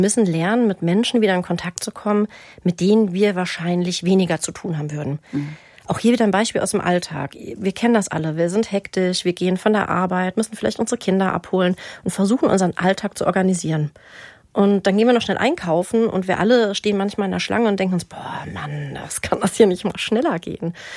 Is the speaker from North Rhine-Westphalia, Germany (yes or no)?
no; Frankfurt, Hesse, Germany; Ich bin Frankfurterin und wenn ich hier durch die Cafés laufe, dann redet man gerne von Hipster.